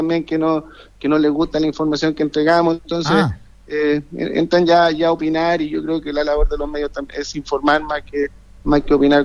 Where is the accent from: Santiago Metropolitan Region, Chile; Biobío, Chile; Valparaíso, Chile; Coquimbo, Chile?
Valparaíso, Chile; Rinconada de Silva; Yo soy de Rincona de Silva también.